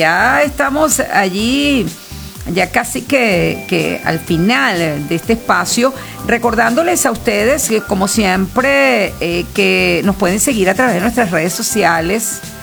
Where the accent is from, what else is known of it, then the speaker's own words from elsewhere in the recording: Venezuela; ¿cómo somos nosotros los venezolanos?